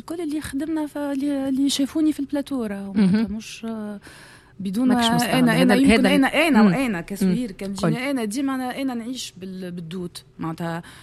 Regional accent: Tunisia; انا كتونسيه

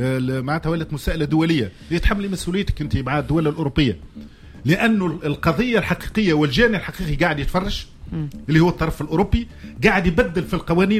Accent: Tunisia

